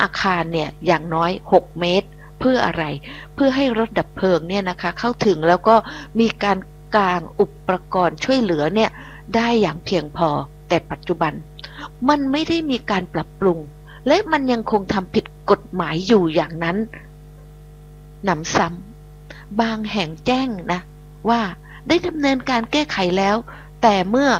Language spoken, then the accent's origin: Thai; Phuket, Thailand; now in Bangkok, Thailand; ดิฉันนี่จากเกาะดิฉันเป็นคนภูเก็ตเนาะดิฉันเป็นคนเกาะนะมาอยู่กรุงเทพโดนด้านแปลว่ามาอยู่กรุงเทพนานก็มาตั้งแต่เรียนหนังสือกลับบ้านก็มีบ้างนะคะ